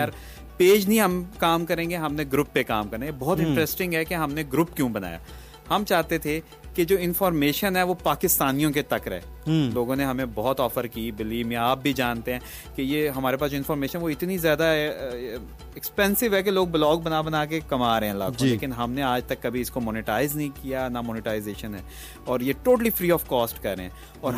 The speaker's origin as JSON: {"language": "Urdu", "town": "Multan", "region": "Punjab", "country": "Pakistan", "tie": "born or raised there", "also_born_or_lived": "South Korea / Netherlands / Italy", "moved": "as an adult", "lives_now": "Faisalabad, Pakistan", "said": "میں نے ملتان میں بالکل میں پیدا ہوا اور وہیں میری تعلیم ہے، کالج سے، ملتان گورنمنٹ کالج سے"}